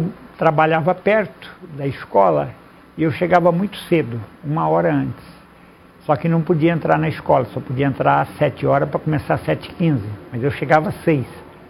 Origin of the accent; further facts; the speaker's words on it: Santa Albertina, São Paulo, Brazil; Eu nasci em Santa Albertina, e bem na divisa ali de Minas Gerais, o Rio Grande.